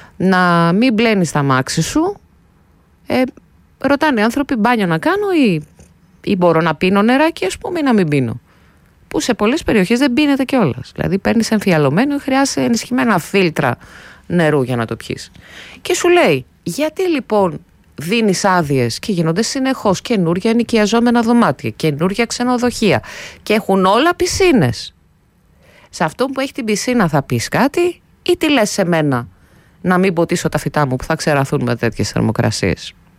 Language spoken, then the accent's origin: Greek; Central Macedonia, Greece; με την πατρίδα μου, τη Χαλκιδική